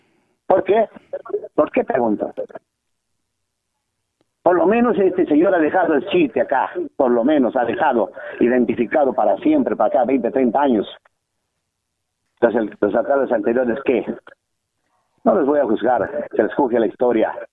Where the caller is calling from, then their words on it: Villa Rica, Pasco, Peru; aquí en Villa Rica